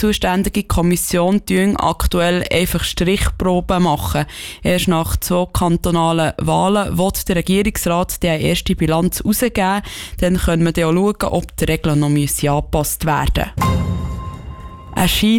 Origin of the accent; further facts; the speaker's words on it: Lauperswil, Bern, Switzerland; Ich bin in Luperswil aufgewachsen, wohne immer noch in Luperswil. Von dem her sollte ich das ja eigentlich schon wissen. Es sind jetzt gleich auch schon gleich 30 Jahre.